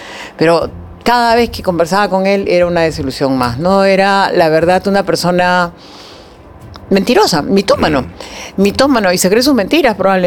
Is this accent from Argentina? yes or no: no; Peru; Yo también, como muchos peruanos, caímos en la trampa.